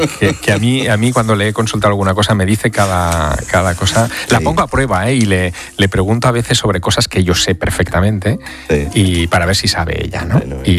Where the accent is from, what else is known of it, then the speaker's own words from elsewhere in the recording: Teruel, Aragon, Spain; Vas a contar a mí, que soy de Teruel, que el territorio me lo conozco mucho y que sé la riqueza paleontológica que tiene Teruel.